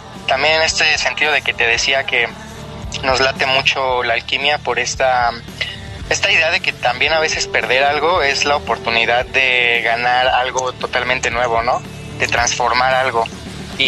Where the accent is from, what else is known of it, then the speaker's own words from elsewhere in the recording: Mexico City, Mexico; Somos de la Ciudad de México, justo estamos por Iztapalapa.